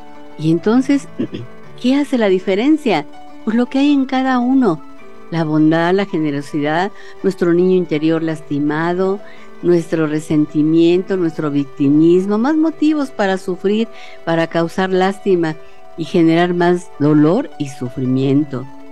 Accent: Mexico; somos mexicanos

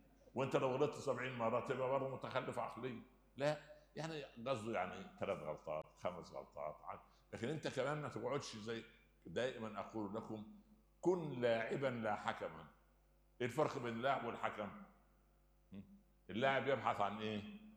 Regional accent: Upper Egypt, Egypt; كان عندنا في الصعيد زمان واحنا صغار

